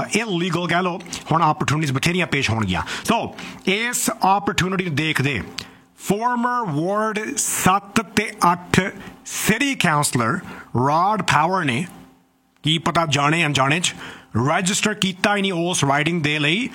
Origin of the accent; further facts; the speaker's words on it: Brampton, Ontario, Canada; ਜਿੰਨਾ ਮਰਜ਼ੀ ਲੋਕ ਭੰਨੀ ਆਉਣੇ ਸ਼ਹਿਰ ਨੂੰ, ਅਸੀਂ ਆਪ ਵੀ ਭੰਨਦੇ ਹੀ ਰਹਿੰਦੇ ਹਾਂ ਕਿਉਂਕਿ ਅਸੀਂ ਇੱਥੋਂ ਦੇ ਹਾਂ